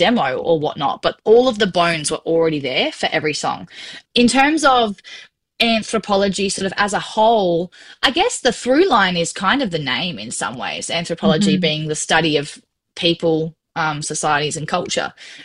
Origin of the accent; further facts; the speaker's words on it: South Australia, Australia; I am from South Australia.